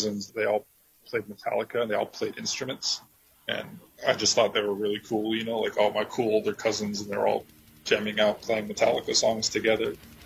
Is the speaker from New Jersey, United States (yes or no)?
no; Akutan, Alaska, United States; I'm from Akutan, which is a village in the Aleutians on Akutan Island. That's where I grew up most of my childhood, so that's where, you know, that's home for me.